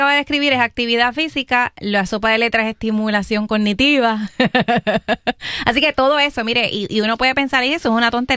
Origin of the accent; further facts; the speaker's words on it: Morovis, Puerto Rico; es una actividad de Morovis, de mi pueblo